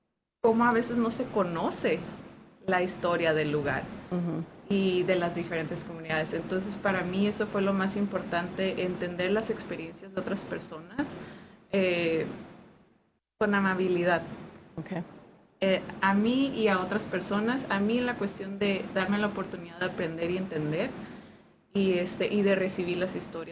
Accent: Tijuana, Baja California, Mexico; now in San Diego, United States; yo tengo apenas unos 8 o 9 años viviendo aquí en San Diego. Y como dije, soy de Tijuana

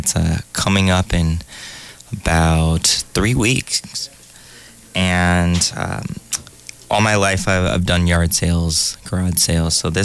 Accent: Benicia, California, United States; in my hometown of Benicia

